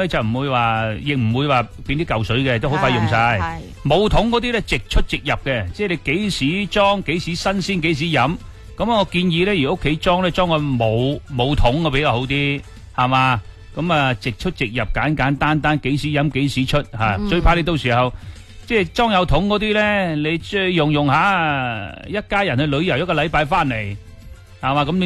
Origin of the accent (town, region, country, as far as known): Guangdong, China